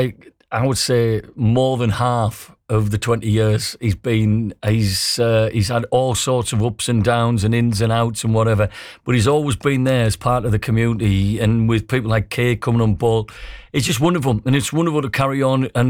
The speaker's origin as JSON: {"language": "English", "town": "Trimdon", "region": "North East England", "country": "United Kingdom", "said": "I'm from Trimden."}